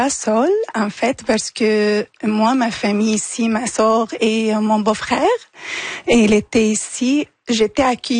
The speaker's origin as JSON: {"language": "French", "town": "Damascus", "region": "Damascus Governorate", "country": "Syria", "said": "moi, je viens de Damas, une ville, elle est considérée la première ville populée"}